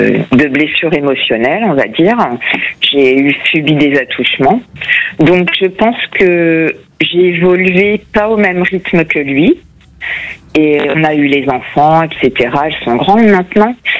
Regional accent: Portugal; French is a second language; Je crois que moi je suis portugaise, ça doit être moi.

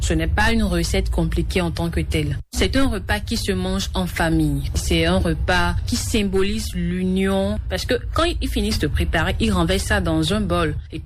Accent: Mono, Benin; now in Cotonou, Benin; chez nous, dans le Mono

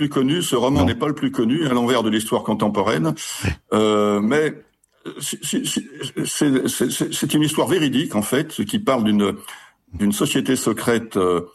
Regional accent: Lyon, Auvergne-Rhône-Alpes, France; vous savez que je suis lyonnais

